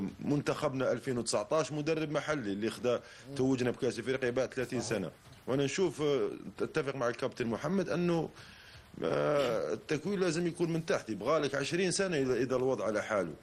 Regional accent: Algeria; اللي عندنا في الجزائر

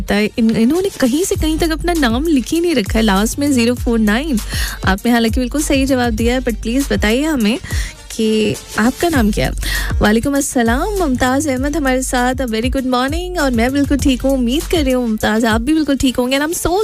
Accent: Bangalore, Karnataka, India; मैं भी बैंगलोर से हूँ

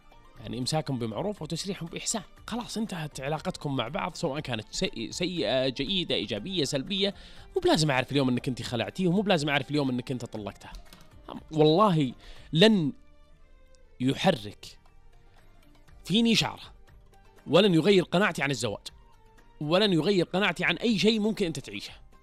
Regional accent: Saudi Arabia; كرامتي أنا كسعودي وعربي أصيل

